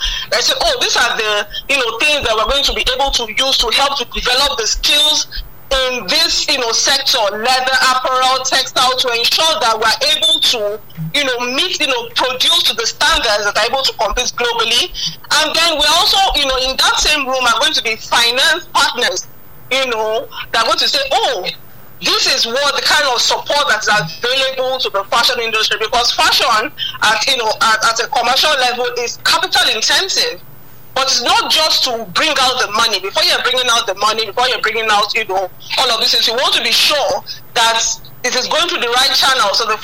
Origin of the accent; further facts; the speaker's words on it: Nigeria; we are Nigerians.